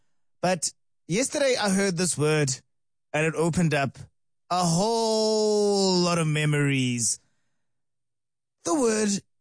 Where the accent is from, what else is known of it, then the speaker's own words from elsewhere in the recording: Brackenhurst, Gauteng, South Africa; And also, I grew up in Brackenhurst, Bracken Downs, so we had all those shopping stores over there. Spar, Pick and Pay, Checkers, Zonke, all of them.